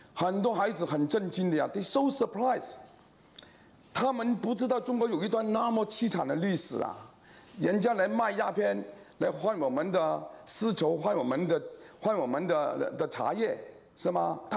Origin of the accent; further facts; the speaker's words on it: Malaysia; now in Australia; 特别我们马来西亚华人，他们语言非常丰富的。